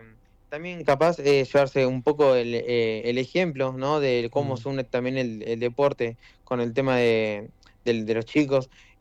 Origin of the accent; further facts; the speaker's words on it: City Bell, Buenos Aires Province, Argentina; Yo soy de Citibel, arranqué a pedalear después por Citibel